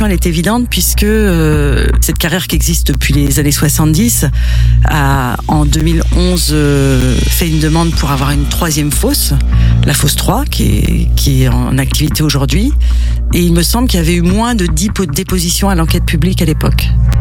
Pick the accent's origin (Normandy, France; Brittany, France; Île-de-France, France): Brittany, France; Glomel; Moi, je suis de Glomel.